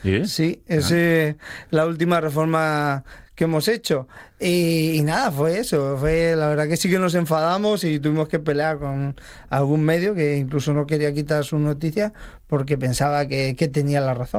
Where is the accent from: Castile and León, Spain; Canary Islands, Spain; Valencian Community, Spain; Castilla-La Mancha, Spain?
Castilla-La Mancha, Spain; Albacete; O sea, como sabéis, yo soy de Albacete, me despierto, el Albacete le había ganado al Madrid